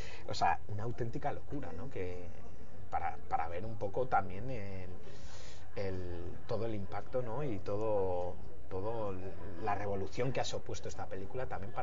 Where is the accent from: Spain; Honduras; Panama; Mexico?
Spain; Bilbao, Basque Country; Mejor que somos de Bilbao.